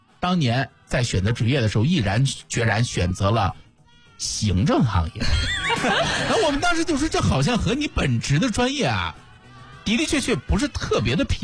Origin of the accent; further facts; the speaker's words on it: Xuzhou, Jiangsu, China; 我们徐州人很喜欢的乐队